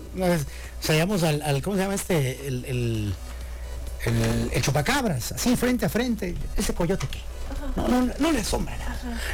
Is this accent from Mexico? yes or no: yes; Mexico; now in Mexicali, Mexico; Soy mexicano